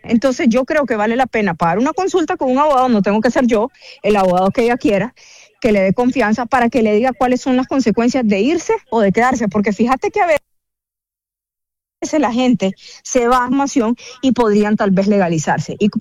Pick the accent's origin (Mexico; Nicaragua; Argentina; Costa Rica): Nicaragua; moved away as an adult; Bueno, pues yo vivo aquí desde hace 20 años, pero voy todo el tiempo a Nicaragua y mis papás, mis hermanos, todos viven allá y yo me crié allá. Incluso yo soy abogada, tengo 43 años y a los 23 me vine de Nicaragua y me quedé aquí